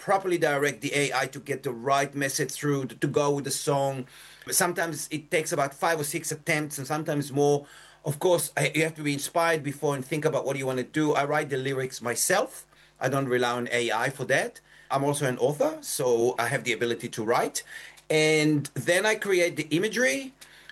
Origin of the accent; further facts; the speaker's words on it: Kibbutz Yad Mordechai, Southern District, Israel; moved away as an adult; now in Australia; I was born in Israel in 1964. I grew up in Kibbutz Yad Mordechai